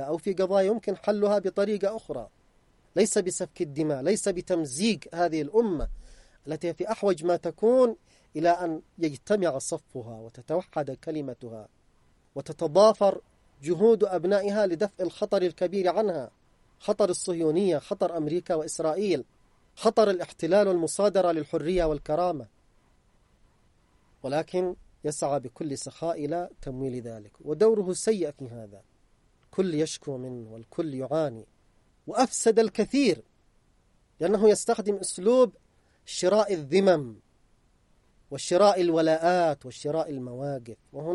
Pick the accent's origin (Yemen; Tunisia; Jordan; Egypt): Yemen; حتى في بلدنا اليمن يمولها يدفع لها في البلد هنا